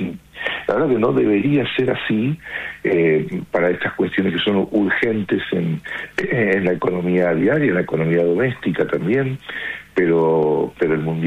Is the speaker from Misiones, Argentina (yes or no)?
no; Rosario, Santa Fe, Argentina; born there; Yo he nacido en la ciudad de Rosario, vivo en la ciudad de Rosario.